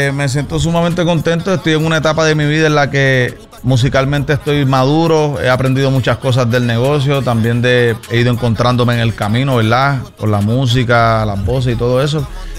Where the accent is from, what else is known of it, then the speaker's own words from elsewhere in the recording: Cataño, Puerto Rico; Hansel, pues, es un muchacho que es nacido y criado conmigo, somos del mismo pueblo, somos de Cataño, nos conocemos mucho antes de la música, ¿verdad?